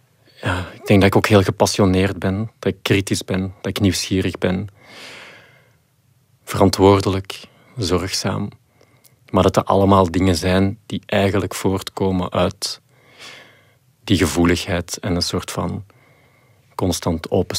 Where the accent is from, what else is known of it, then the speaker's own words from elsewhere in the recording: Mechelen, Flanders, Belgium; omdat ik ben van Mechelen en al de scouts in Mechelen spreken elkaar ook echt aan met die totems.